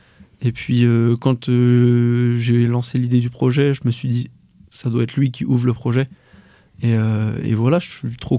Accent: Brittany, France; moi, je suis breton. Je parle breton.

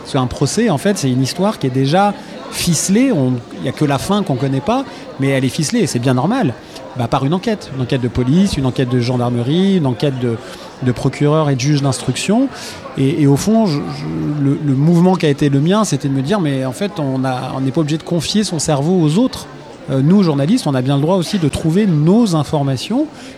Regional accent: Lyon, Auvergne-Rhône-Alpes, France; born there; J'ai commencé le journalisme à 18 ans à Lyon, où je suis né, en effet à Lyon Figaro.

